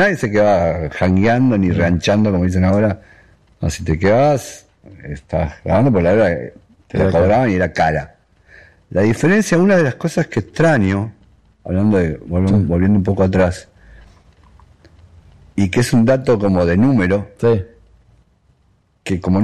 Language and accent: Spanish; Versalles, Buenos Aires, Argentina; born there; Y era muy cerca, yo nací en Versalles.